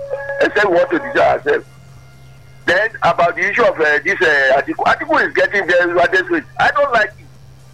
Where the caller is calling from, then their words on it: Ikeja, Lagos, Nigeria; from Ikeja.